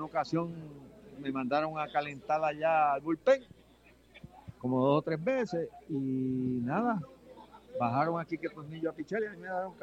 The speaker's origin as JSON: {"language": "Spanish", "town": "Ponce", "country": "Puerto Rico", "tie": "born or raised there", "also_born_or_lived": "Juana Díaz", "said": "mi juventud la pasé en un sector, un campo allá entre Juana Díaz y Ponce. Ese sector se llama Cojal Falso, que pertenece a Real Anón."}